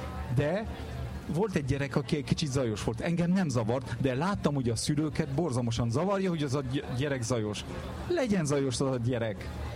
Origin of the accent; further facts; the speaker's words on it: France; Én francia vagyok.